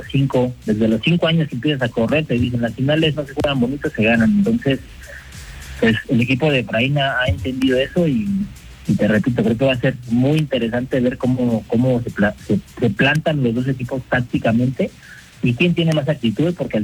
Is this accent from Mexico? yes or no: yes; Mexico; y eso como exfutbolista mexicano me encanta